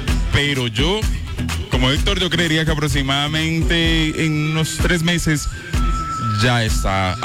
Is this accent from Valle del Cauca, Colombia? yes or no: yes; Cali, Valle del Cauca, Colombia; como caleños y vallunos avanzar hacia adelante.